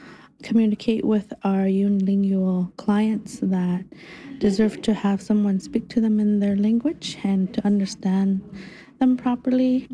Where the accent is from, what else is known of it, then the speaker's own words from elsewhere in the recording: Iqaluit, Nunavut, Canada; I'm from Iqaluit. I was born and raised here.